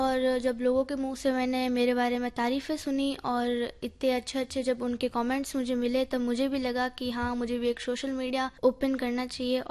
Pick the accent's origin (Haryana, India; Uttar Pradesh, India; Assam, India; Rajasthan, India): Rajasthan, India; Jodhpur; और मैं जोधपुर से हूँ।